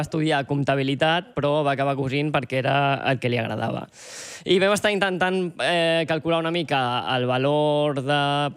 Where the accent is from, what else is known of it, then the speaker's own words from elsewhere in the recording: Catalonia, Spain; Jo, com sóc del Baix Llobregat